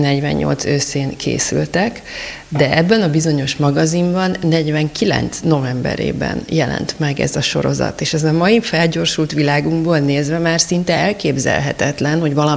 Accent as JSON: {"language": "Hungarian", "region": "Budapest", "country": "Hungary", "tie": "born there", "said": "Én Budapestre tértem vissza, mert történetesen ott születtem"}